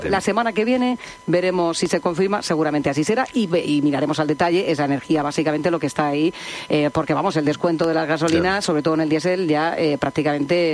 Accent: Region of Murcia, Spain; desde mi tierra querida, desde Murcia, en Jumilla

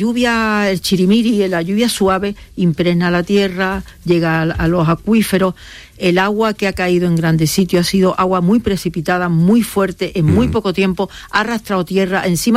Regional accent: Andalusia, Spain; mira que nosotras dos somos andaluces y venimos de una tierra con mucha guasa.

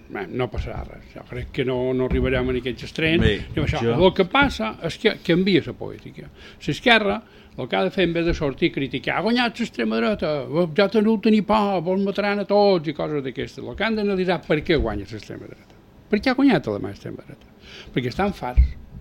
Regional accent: Mallorca, Balearic Islands, Spain; No només som els mallorquins, tots els que vivim aquí

